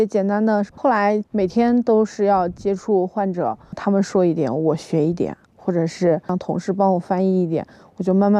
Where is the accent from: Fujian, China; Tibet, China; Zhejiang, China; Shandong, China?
Tibet, China; Nyingchi; also born or lived in Sichuan; 一直都是在林芝长大的，觉得这里更像我的故乡，然后就回来了。